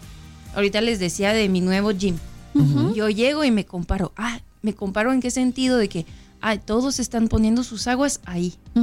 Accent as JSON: {"language": "Spanish", "country": "France", "second_language": "Spanish", "moved": "yes", "said": "Ya ven que yo soy de Francia y fui con mis hijos a Francia."}